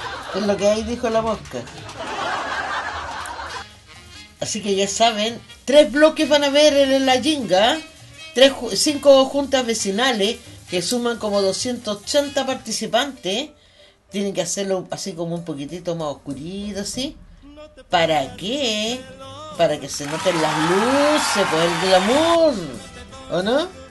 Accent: Chile; Siempre chilenos somos así. Si no somos nada japoneses, somos chilenos nomás medio desordenados

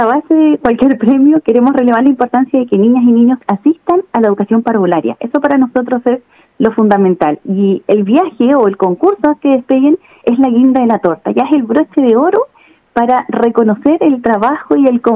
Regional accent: Rengo, O'Higgins, Chile; Yo soy de Rengo, así que estamos por lo menos compartiendo la región

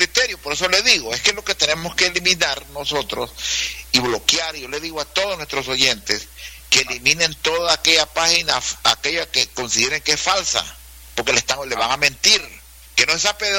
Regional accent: Honduras; Entonces nosotros, como seres humanos acá, como hondureños, tenemos que tener esa habilidad

